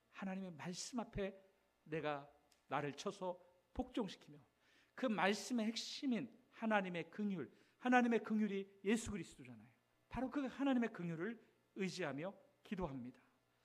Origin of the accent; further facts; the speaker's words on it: Chungcheong, South Korea; 저희 고향에 계룡산이 있거든요. 대전 유성 그쪽에